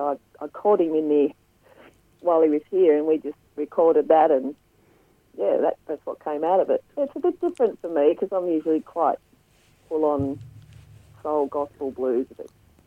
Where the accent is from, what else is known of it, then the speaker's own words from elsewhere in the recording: Tasmania, Australia; also born or lived in Blue Mountains, New South Wales; Yeah, well, I come from the Blue Mountains originally in Tasmania before that.